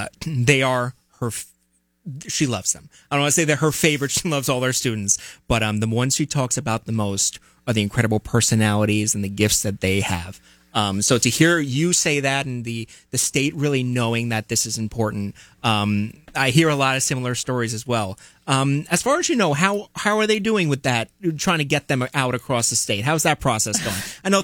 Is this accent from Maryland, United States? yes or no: no; Long Island, New York, United States; I'm from Long Island, a small place